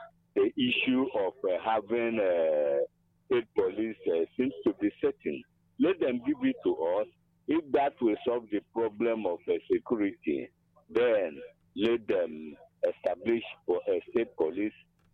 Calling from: Enugu, Enugu State, Nigeria; I'm calling from Enugu.

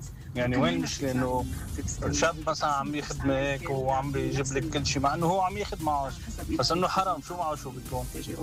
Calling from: Lebanon; عندنا بلبنان

